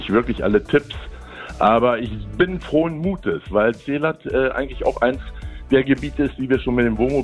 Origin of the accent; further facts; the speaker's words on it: Hamburg, Germany; born there; now in Herten, Germany; Und als gebürtiger Hamburger habe ich immer noch das Moin auf der Lippen.